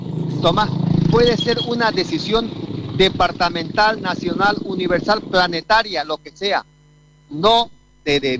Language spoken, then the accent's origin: Spanish; Montero, Santa Cruz, Bolivia; Es lo peor que le ha pasado a mi pueblo donde nací, donde me formé, donde me crié y donde me malcrié.